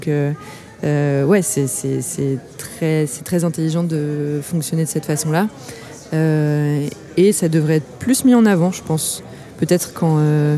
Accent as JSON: {"language": "French", "town": "Orléans", "region": "Centre-Val de Loire", "country": "France", "tie": "born or raised there", "said": "je suis une femme, je suis blanche, j'ai 32 ans, j'ai grandi à Orléans, dans tel contexte, je suis passée par l'aide sociale à l'enfance"}